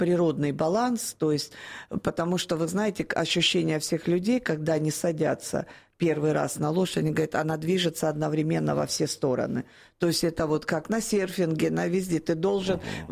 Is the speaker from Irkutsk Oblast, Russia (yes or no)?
no; Rostov-on-Don, Rostov Oblast, Russia; Ну, мне это очень близко, потому что я сама родом из Ростова-на-Дону, и я села на лошадь практически, когда начала ходить